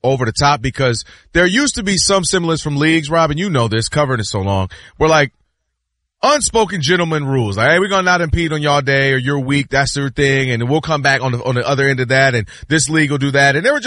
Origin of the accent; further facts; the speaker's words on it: Detroit, Michigan, United States; obviously growing up in Detroit